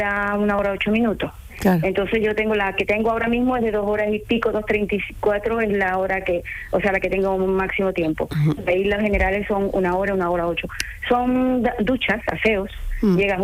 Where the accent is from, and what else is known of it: Ecuador; now in Spain